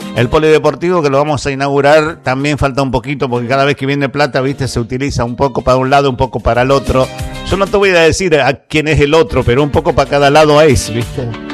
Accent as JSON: {"language": "Spanish", "town": "Bragado", "region": "Buenos Aires Province", "country": "Argentina", "said": "nosotros somos de acá de Bragado, provincia de Buenos Aires, República Argentina."}